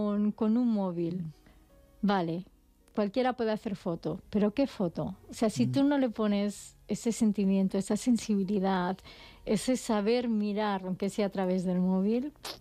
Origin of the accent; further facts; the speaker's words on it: Castilla-La Mancha, Spain; un artista también manchego de mi tierra